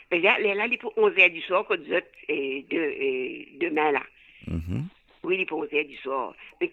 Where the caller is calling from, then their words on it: Canada; je suis au Canada.